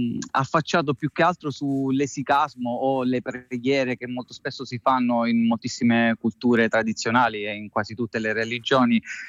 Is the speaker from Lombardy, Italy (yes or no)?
no; Cataforio, Calabria, Italy; moved away as an adult; also born or lived in Rome; now in Apulia, Italy; io sono nato e cresciuto a Cataforio, in Aspromonte, in provincia di Reggio Calabria. Fino a 23 anni sono stato lì, poi una, diciamo, parentesi a Roma per circa 10 anni, in questo momento invece vivo in Puglia, quindi un ritorno a sud però dall'altra parte